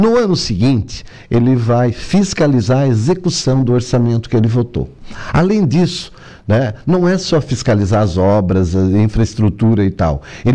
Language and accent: Portuguese; Forquilhinha, Santa Catarina, Brazil; born there; na localidade de São Gabriel, que fica vizinho ao São Jorge, ali Forquilinha, onde eu nasci